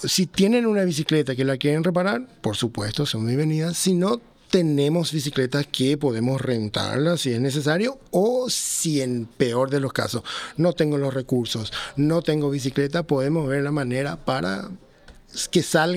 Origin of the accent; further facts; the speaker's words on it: Paraguay; also born or lived in United States; yo personalmente vengo de Paraguay, pero viví mucho tiempo también en Estados Unidos